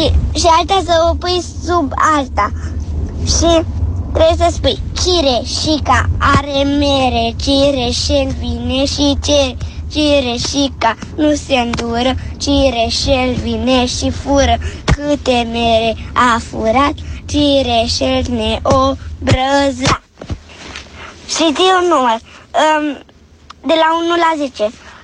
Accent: Cornetu, Ilfov, Romania; Sunt din Cornetu. Am 7 ani și sunt în mașină cu mama.

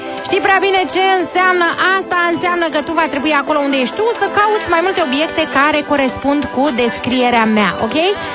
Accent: Bucharest, Romania; Bună ziua … din București, am 9 ani

